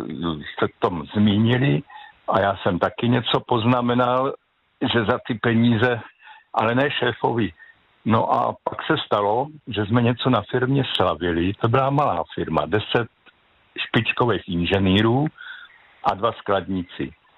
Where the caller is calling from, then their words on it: Central Bohemian Region, Czechia; Dobrý večer … jsem ze Středočeského kraje.